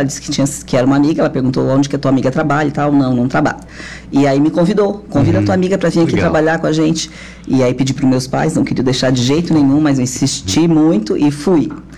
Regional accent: Araranguá, Santa Catarina, Brazil; also born or lived in Gravataí, Rio Grande do Sul; E desde então, sempre morei aqui, assim, me considero uma catarinense. Sou gaúcha, mas me considero uma catarinense.

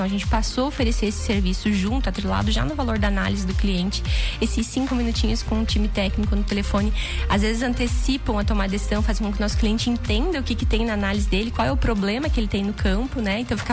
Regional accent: Canoinhas, Santa Catarina, Brazil; now in Lages, Brazil; Não, eu sou natural de Canoinhas, norte do estado.

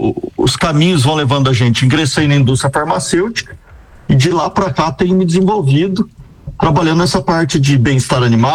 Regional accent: São Joaquim, Santa Catarina, Brazil; born there; moved away; also born or lived in Mato Grosso / Paraná; neto de pecuarista, e sou vizinho de vocês aí, sou natural de São Joaquim.

